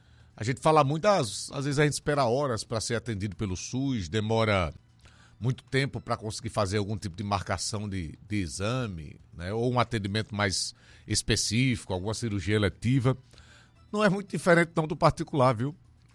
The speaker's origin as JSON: {"language": "Portuguese", "country": "Brazil", "said": "Eu, enquanto brasileiro que sou, eu tenho muito orgulho do sistema de saúde do meu país."}